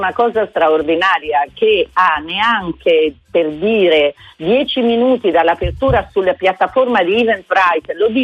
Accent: Milan, Lombardy, Italy; now in Naples, Italy; Io non sono napoletana, sono milanese, però ormai da 36 anni abito a Napoli, quindi mi sento napoletana.

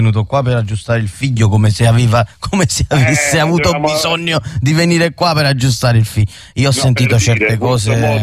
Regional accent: Naples, Campania, Italy; Io da napoletano

